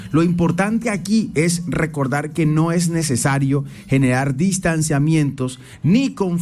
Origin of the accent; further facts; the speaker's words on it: Colombia; Somos colombianos, todos.